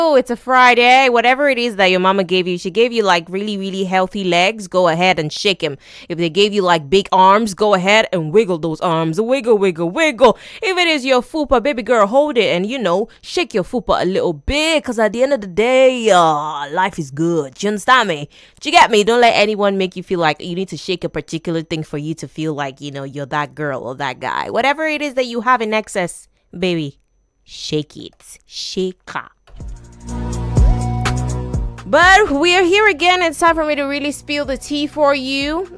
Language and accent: English; Nigeria; I'm Nigerian and I'm a woman